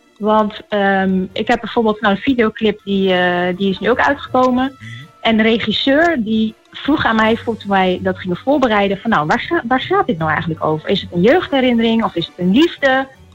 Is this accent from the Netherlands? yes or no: yes; Netherlands; Ik kom inderdaad uit Zijen.